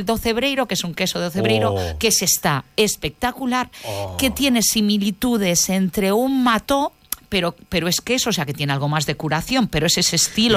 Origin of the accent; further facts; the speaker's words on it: Touro, Galicia, Spain; Yo soy de Touro, pero entraría dentro de esa delimitación, constaría como queso de...